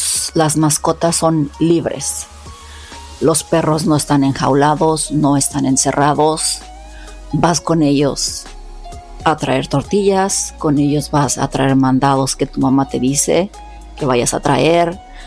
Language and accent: Spanish; Mexico City, Mexico; moved away as an adult; now in United States; Yo crecí en la Ciudad de México hasta los 21 años y después me vine para acá, para Estados Unidos.